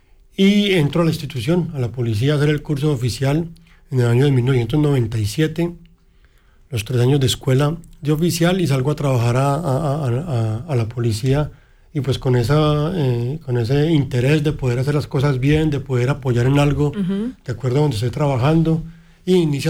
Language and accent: Spanish; Coffee Axis, Colombia; Yo soy colombiano, soy de una zona del eje cafetero en Colombia, uh-huh, un país que internamente ha sido marcado por temas de violencia, uh-huh, hace mucho tiempo